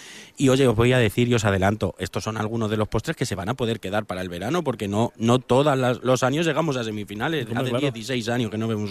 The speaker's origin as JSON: {"language": "Spanish", "country": "Spain", "said": "hoy nos vamos a juntar y vamos a beber cerveza y a comer juntos y bueno, por lo menos como buen español celebrarlo con una fiesta."}